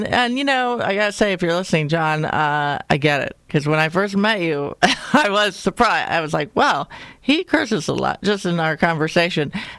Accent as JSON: {"language": "English", "town": "Cincinnati", "region": "Ohio", "country": "United States", "tie": "born or raised there", "said": "Cincinnati, my hometown"}